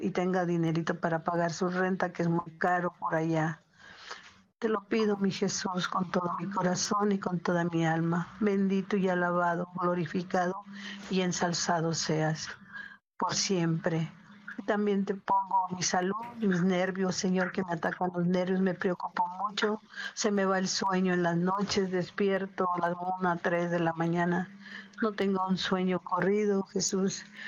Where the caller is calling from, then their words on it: Michoacán, Mexico; acá en Michoacán. Le llamo desde Michoacán.